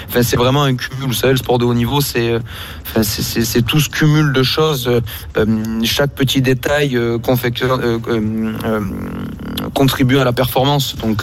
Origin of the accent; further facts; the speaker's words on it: Marseille, Provence-Alpes-Côte d'Azur, France; c'est en réalité nous sommes originaires de Marseille